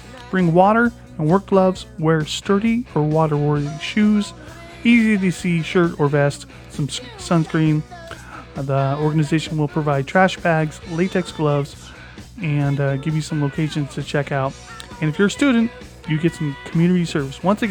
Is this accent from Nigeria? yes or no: no; Australia; now in Boulder Creek, United States